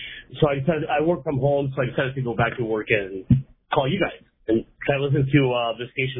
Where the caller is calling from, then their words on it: Los Angeles, California, United States; since I live in L.A.